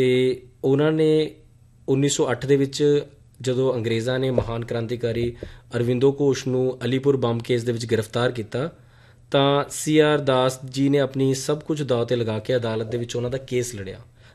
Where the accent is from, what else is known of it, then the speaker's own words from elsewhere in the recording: Punjab, India; ਅਸੀਂ ਪੰਜਾਬ ਤੋਂ ਬਿਲੋਂਗ ਕਰਦੇ ਹਾਂ